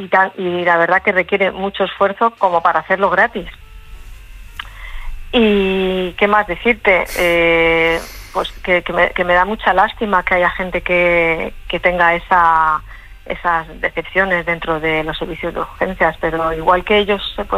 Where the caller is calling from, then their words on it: Madrid, Community of Madrid, Spain; soy de Madrid, pero en estos momentos estoy de vacaciones en el Mediterráneo.